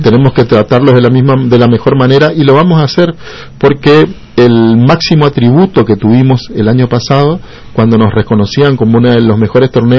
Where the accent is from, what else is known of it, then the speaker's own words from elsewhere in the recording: Argentina; no nos representa como argentinos